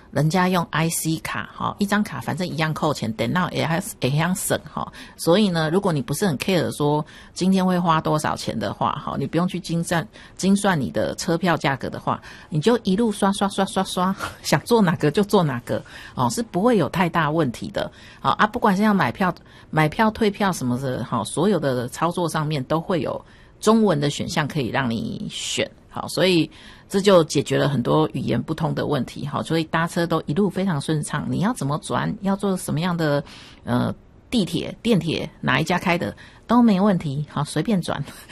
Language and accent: Chinese; Taiwan; 好，那像我们台湾这边有全支付